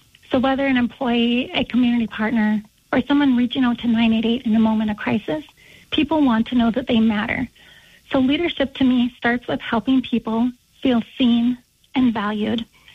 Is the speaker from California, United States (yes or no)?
no; Belleville, North Dakota, United States; I grew up actually in Belleville, North Dakota, so a really rural city, and I think that did really help shape me as who I am today as a leader.